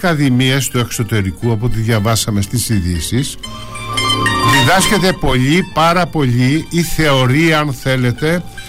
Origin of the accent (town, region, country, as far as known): Greece